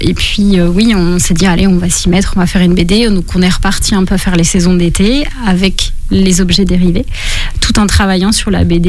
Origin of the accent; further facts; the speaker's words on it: La Garnache, Pays de la Loire, France; now in Noirmoutier, France; Alors, moi, j'ai grandi à la Garnache, mais je viens à Noirmoutier depuis que je suis toute petite.